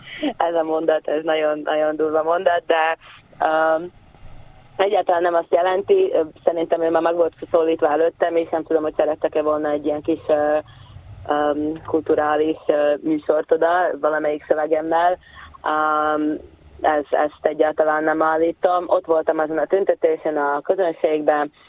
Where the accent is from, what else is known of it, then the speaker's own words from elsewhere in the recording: Slovakia; nem csak szlovákiai magyar vagyok, hanem biszexuális is